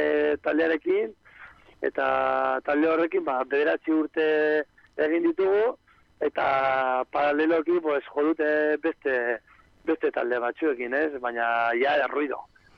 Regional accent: Bilbao, Basque Country, Spain; Bilboko erreka bezala da, kolorea. Osea, ni bilbotarra naiz eta kolore hau ikusten dut, egunero.

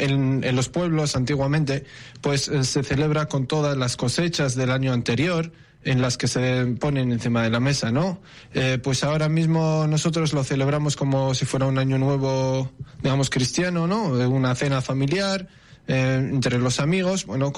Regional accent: Al Hoceima, Tanger-Tetouan-Al Hoceima, Morocco; Sí, yo soy de origen rifeño, yo soy de Alhucemas, nacido en Alhucemas.

